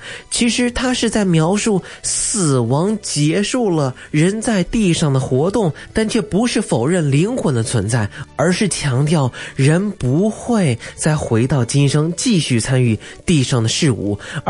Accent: China

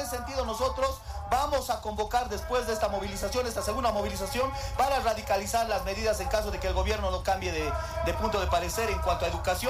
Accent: Bolivia; nosotros como bolivianos

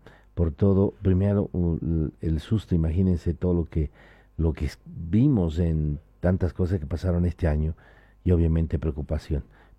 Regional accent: Bolivia; estamos nosotros también como bolivianos pasando un momento complicado.

